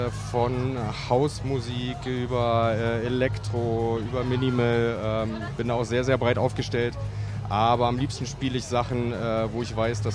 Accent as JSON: {"language": "German", "region": "Berlin", "country": "Germany", "tie": "born or raised there", "moved": "as an adult", "lives_now": "Eisenach, Germany", "said": "Tatsächlich bin ich in Berlin aufgewachsen und mich hat es dann nach Studium hierher nach Eisenach verschlagen."}